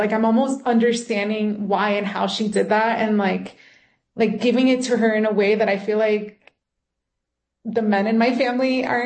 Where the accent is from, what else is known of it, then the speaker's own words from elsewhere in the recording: Miami, Florida, United States; moved away as an adult; now in Mexico; always say that I'm the gringa of the family. Like, I have two brothers who grew up here in Mexico. I grew up in Miami.